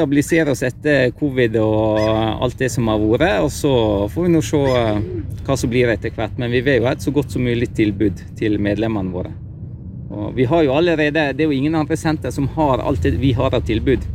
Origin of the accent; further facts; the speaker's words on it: Geilo, Buskerud, Norway; moved away as an adult; now in Nordfjordeid, Norway; Ja, jeg har vokst opp på Gjeilo, men kjærleiken mitt har dratt meg hit, så nå bor jeg ja, i Ervik ved Kjølsdalen da.